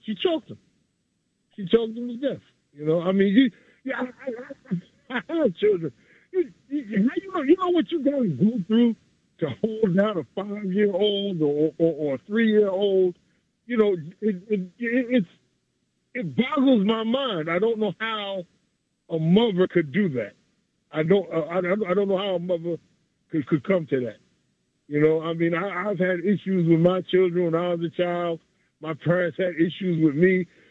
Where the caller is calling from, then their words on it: New York City, New York, United States; It's from Jamaica, Queens.